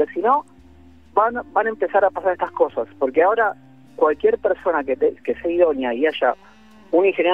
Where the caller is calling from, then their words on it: Buenos Aires, Argentina; de Flores